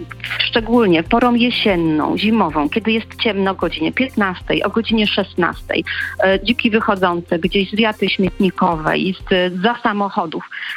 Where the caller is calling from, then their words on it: Gdynia, Pomeranian Voivodeship, Poland; a jestem z Gdyni.